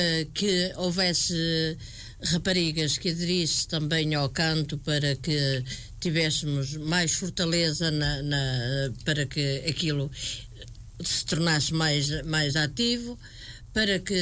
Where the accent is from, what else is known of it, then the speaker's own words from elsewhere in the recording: Portugal; Nós capelenses